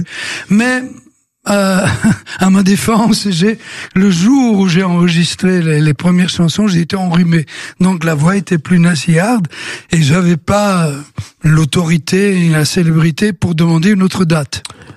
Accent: Belgium; chez nous en Belgique

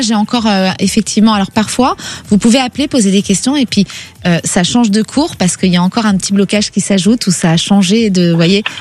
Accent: Antibes, Provence-Alpes-Côte d'Azur, France; moved away; 06, Antibes. Oh là là, qu'est-ce que je connais bien Antibes. J'y ai passé toute mon enfance.

